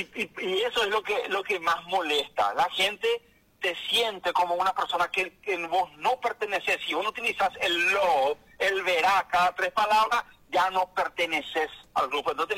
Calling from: Paraguay; que tenemos que ir combatiendo los paraguayos.

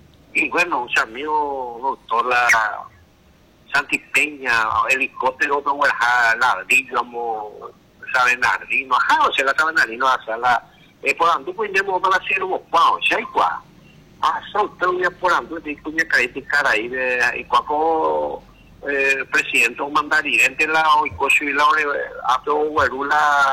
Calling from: Paraguay; Y así somos los paraguayos, así, ¿no?

